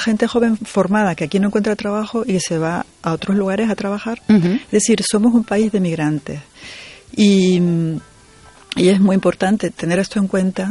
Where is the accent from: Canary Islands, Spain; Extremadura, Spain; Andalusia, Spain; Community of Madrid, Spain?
Canary Islands, Spain; Canarias, que es mi tierra